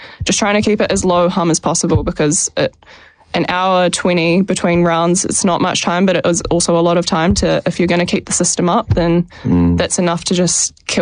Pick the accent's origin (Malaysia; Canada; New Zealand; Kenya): New Zealand; we come from New Zealand. We're used to these conditions. Like, we've run in Dunedin in 10 degrees weather